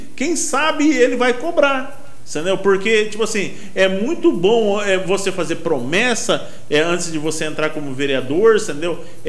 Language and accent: Portuguese; Bauru, São Paulo, Brazil; cidadão nascido e criado aqui em Bauru.